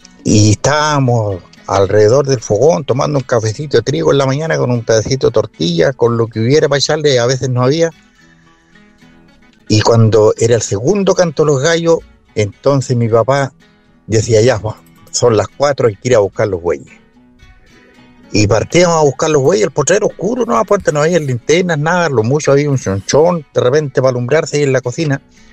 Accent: Santa Bárbara, Biobío, Chile; yo fui criado en el campo, en el sector de Villucura, de la comuna de Santa Bárbara.

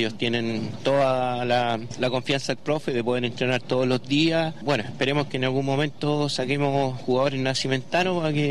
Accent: Angol, Araucanía, Chile; No, soy de Angol igual.

